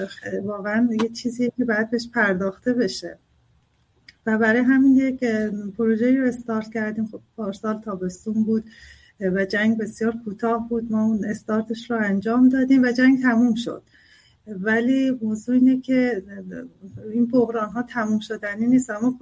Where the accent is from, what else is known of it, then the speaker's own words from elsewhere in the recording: Iran; من نه فقط به عنوان یک ایرانی